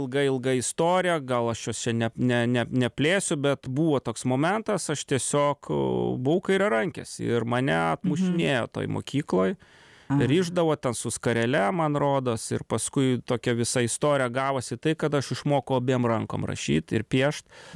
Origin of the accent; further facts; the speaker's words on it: Klaipėda, Klaipėda County, Lithuania; Pokario, jo, sovietmečio, kur aš užaugau Klaipėdoje